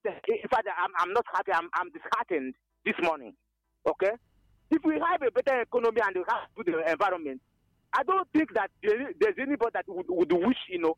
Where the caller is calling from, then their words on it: Nkomoro, Ebonyi, Nigeria; I am reporting from Nkomoro in Inyaba, Development Center of Ebonyi State.